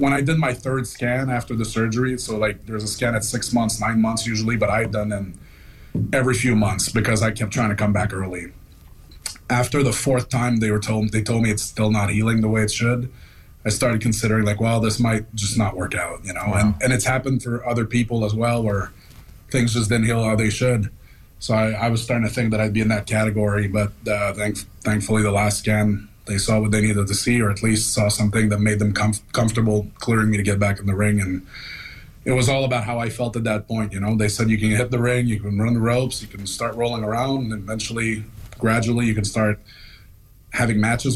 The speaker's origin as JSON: {"language": "English", "country": "Canada", "said": "I'm like, no, I'm actually from completely different part of the country."}